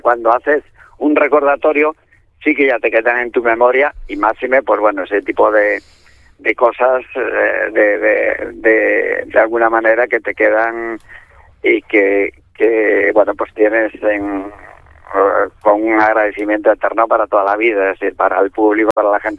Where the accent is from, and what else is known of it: Ponteareas, Galicia, Spain; born there